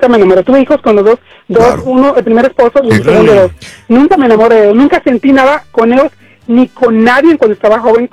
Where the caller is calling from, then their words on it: Mexico; yo soy mexicana